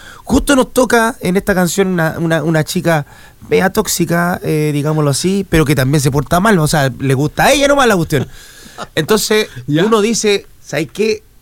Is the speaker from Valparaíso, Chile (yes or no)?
no; Antofagasta, Chile; Yo soy de Antofagasta.